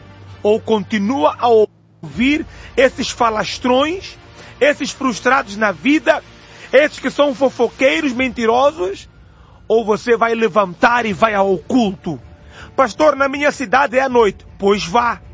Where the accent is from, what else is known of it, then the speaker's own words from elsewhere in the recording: Mozambique; moved away as an adult; now in Brazil; 2006, eu decidi que vinha estudar ao Brasil. Saí da minha terra e disse, ó, vou terminar ou vou fazer a faculdade no Brasil. Eu já estava a estudar em Moçambique e fazer direito.